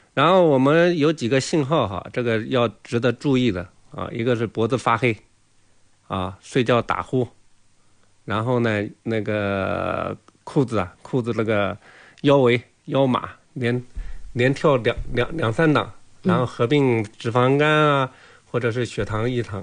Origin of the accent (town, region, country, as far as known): China